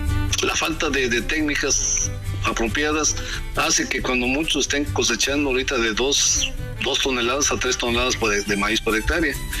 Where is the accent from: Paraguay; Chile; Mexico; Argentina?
Mexico